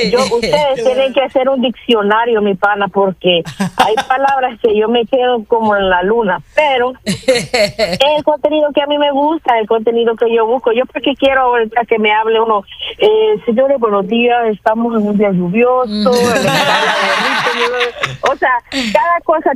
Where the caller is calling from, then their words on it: El Salvador; yo soy salvadoreña.